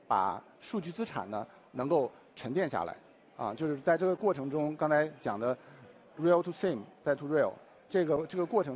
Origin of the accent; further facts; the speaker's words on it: China; 我们中国人特别擅长的工程化的能力